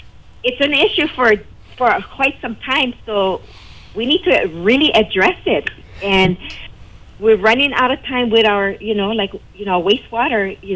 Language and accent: English; Hawaii, United States; I'm from the West Side.